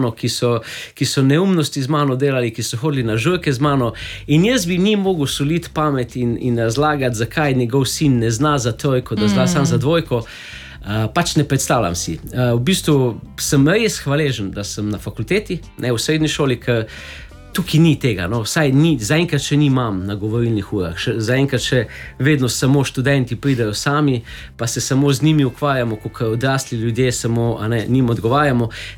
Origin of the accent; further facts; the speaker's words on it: Velenje, Savinja, Slovenia; Ker sem iz Velenja.